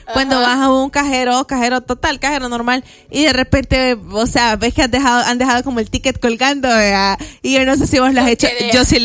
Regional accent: El Salvador; uno como salvadoreño, uno como humano falla y es metido

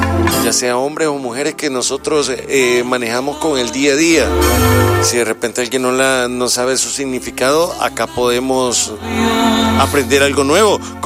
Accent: El Salvador; Todas esas frases o palabras que como salvadoreños debemos de saber su significado

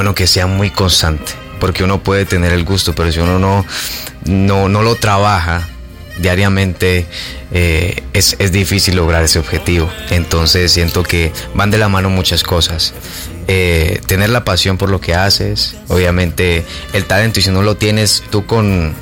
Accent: Colombia; porque antes cantaba salsa, vallenatos, lo que nos caracteriza como colombianos.

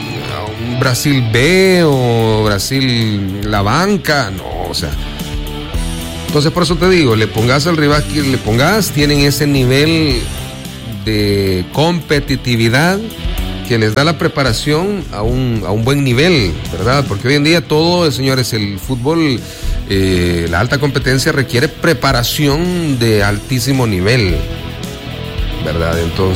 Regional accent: El Salvador; soy salvadoreño

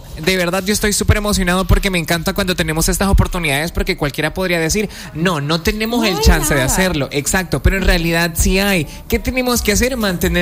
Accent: Lourdes, La Libertad, El Salvador; yo que soy de Lourdes, allá voy a andar.

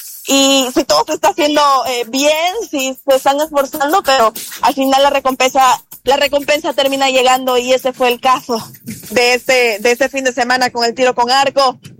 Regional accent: El Salvador

